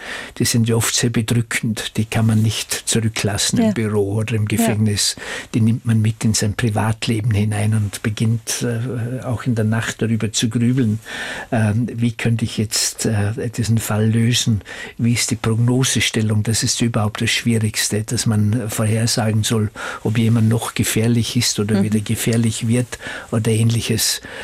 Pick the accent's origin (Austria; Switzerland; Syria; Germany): Austria; Vorarlberg; Als Vorarlberger